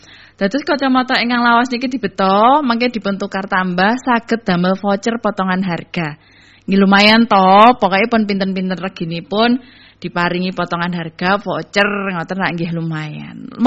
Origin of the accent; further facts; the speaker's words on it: Palembang, South Sumatra, Indonesia; Aku wong Palembang.